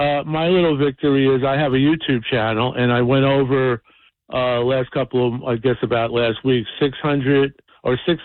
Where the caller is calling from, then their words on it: New Jersey, United States; Well, I'm from Jersey. Come on, we're Jersey guys